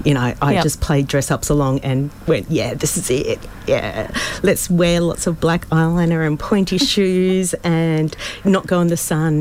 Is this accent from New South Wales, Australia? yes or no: no; Townsville, Queensland, Australia; moved away; also born or lived in New Zealand; I moved as a toddler from New Zealand to Townsville with my mother and father and my sister. Did all my primary school years in Townsville, and I guess grew up in a very conservative household.